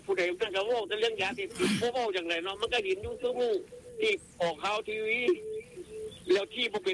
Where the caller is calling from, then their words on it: Chaiyaphum, Thailand; มาจากชัยภูมิครับ